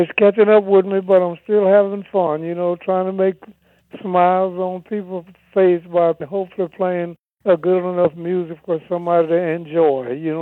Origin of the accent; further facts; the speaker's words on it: Lettsworth, Louisiana, United States; I was born in Letchworth, Louisiana. That's out there on the plantation.